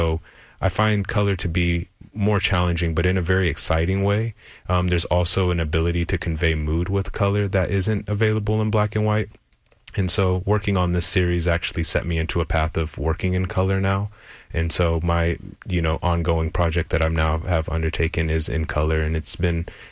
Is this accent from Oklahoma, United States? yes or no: yes; Oklahoma, United States; also born or lived in Austin; so I was born here in Austin, and in the third grade, I moved to Oklahoma, which is where my mother's family is from.